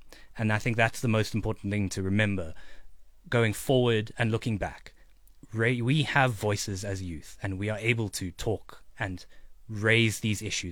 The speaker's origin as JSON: {"language": "English", "country": "South Africa", "tie": "born or raised there", "said": "Born and raised."}